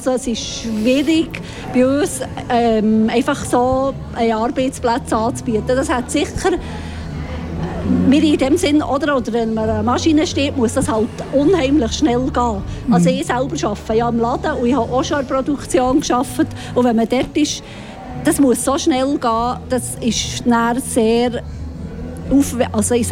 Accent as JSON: {"language": "German", "town": "Därstetten", "region": "Bern", "country": "Switzerland", "said": "ich komme aus Därstetten und arbeite bei der Swiss Alpine Herbs."}